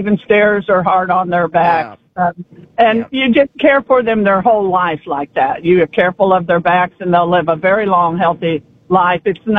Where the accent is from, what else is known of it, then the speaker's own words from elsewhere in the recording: Indiana, United States; But, yes, I'm a local resident for many years, since 92. I grew up in Indiana.